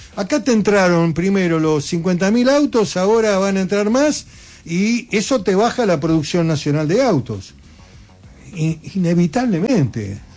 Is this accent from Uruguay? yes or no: no; Patagonia, Argentina; Yo conozco la región, soy un hombre de la Patagonia